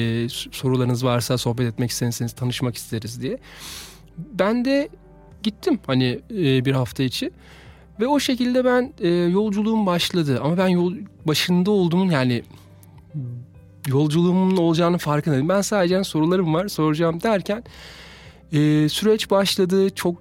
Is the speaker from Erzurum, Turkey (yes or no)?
no; Mersin, Turkey; moved away as an adult; also born or lived in Istanbul; 42 yaşındayım. Mersin doğumluyum, turizmciyim. Mersin'de normal bir klasik Türk ailesinin içine doğdum. Hani Müslüman bir aile ama hani böyle beş vakit namazı olmayan ama işte Ramazanlarda oruç tutulan natürel bir düzgün aile.